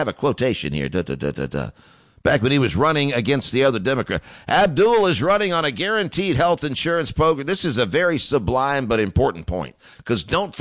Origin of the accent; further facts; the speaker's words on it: Atlanta, Georgia, United States; My parents sent me to the best private school in the South when I was growing up in Atlanta.